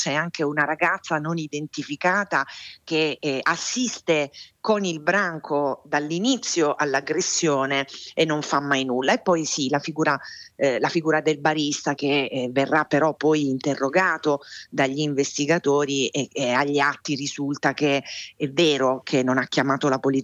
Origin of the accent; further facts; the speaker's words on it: Taranto, Apulia, Italy; Io sono tarantina, conosco quei vicoli e conosco la geografia di una città che però non è tanto diversa dal resto d'Italia.